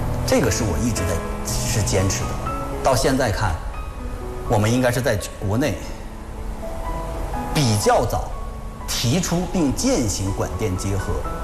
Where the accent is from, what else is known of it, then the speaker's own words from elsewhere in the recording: Tangshan, Hebei, China; 我希望更多的全国的朋友们都能够来到我的家乡，来到唐山